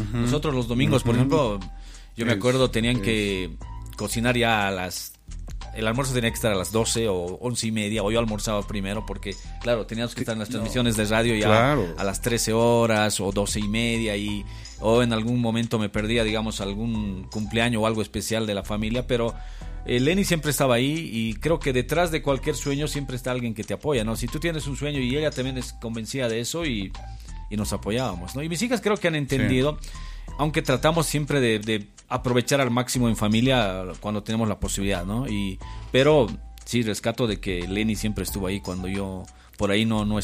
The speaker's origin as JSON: {"language": "Spanish", "town": "Quime", "region": "La Paz", "country": "Bolivia", "moved": "yes", "said": "Yo soy de Quime, un pueblito acá en el departamento de La Paz."}